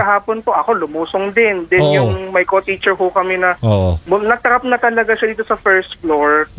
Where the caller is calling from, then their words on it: Caloocan, Metro Manila, Philippines; Taga Bagong Barrio, Caloocan po ako.